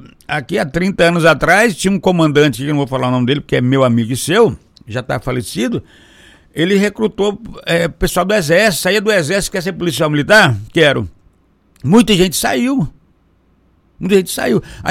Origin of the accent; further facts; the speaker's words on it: Aragarças, Goiás, Brazil; Você me pega eu que sou lá de Aragarça, lá radialista.